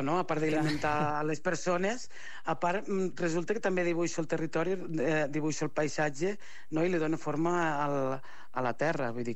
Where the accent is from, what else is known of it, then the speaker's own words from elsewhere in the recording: Catalonia, Spain; jo volia conèixer la meva comarca, que era les Garrigues